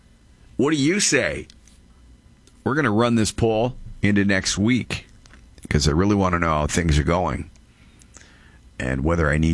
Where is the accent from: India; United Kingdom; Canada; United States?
Canada; although I'm a Canadian too, and understand it's protectionist versus protectionist here.